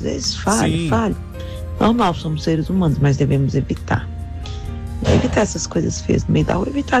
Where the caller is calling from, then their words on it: Federal District, Brazil; sou do Sol Nascente.